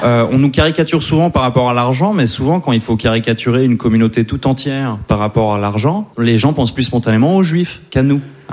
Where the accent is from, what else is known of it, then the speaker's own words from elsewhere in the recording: Switzerland; born there; Mais je suis né en Suisse, effectivement. En revanche, comme beaucoup de Suisses, je ne suis pas que Suisse. Je suis petit-fils d'immigrés, petit-fils de réfugiés